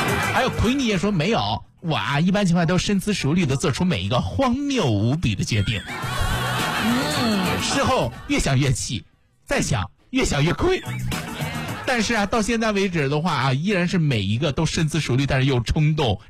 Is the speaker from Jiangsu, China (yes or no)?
yes; Xuzhou, Jiangsu, China; 我们徐州人很喜欢的乐队